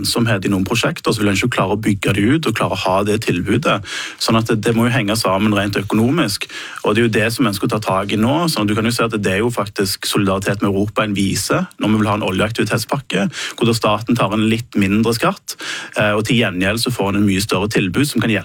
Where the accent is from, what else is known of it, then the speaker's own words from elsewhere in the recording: Stavanger, Rogaland, Norway; jeg kommer fra Stavanger og Vestlandet